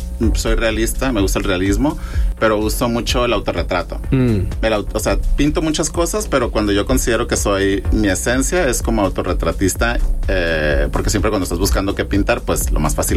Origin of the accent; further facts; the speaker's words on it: Mexico; also born or lived in Trinidad and Tobago; yo nací en Trinidad y Tobago, uh-huh, pero mi mamá es de Sonora. Uh-huh. Y mi mamá es blanca, digamos, mexicana blanca sonorense.